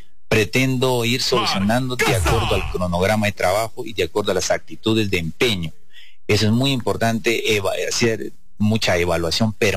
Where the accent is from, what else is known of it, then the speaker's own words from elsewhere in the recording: Tarapoto, San Martín, Peru; now in Cajamarca, Peru; Yo soy de San Martín, para ser exacto, de Tarapoto.